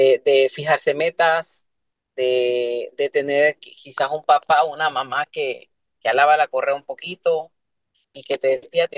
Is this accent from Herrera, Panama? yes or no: no; Panama City, Panamá, Panama; yo igual soy del barrio de Concepción, Juan Díaz, un área roja.